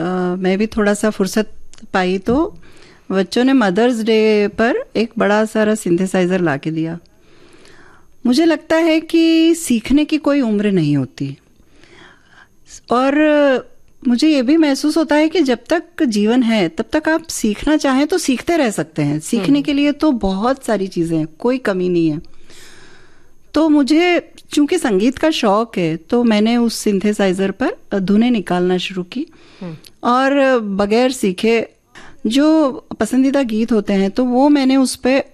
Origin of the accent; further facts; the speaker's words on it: Mandsaur, Madhya Pradesh, India; हम लोग मंदसौर से हैं मूलतः, मेरा जन्म स्थान जो है वो मंदसौर है, मालवा का एक छोटा सा कस्बा है